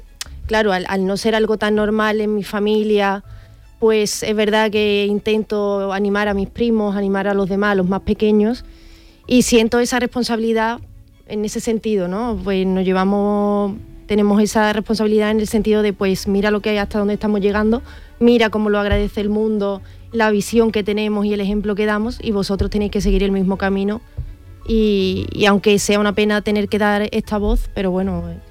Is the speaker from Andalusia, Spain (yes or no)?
yes; Benacazón, Andalusia, Spain; Aparte también la gente de mi pueblo, de Benacazón.